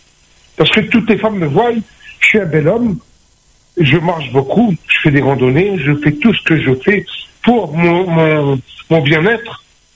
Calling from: Trois-Bassins, Réunion; J'habite à Trois-Bassins.

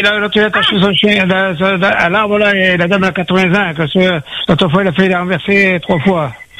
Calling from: Saint-Paul, Réunion; j'habite pas à Saint-Louis, moi j'habite à Saint-Paul.

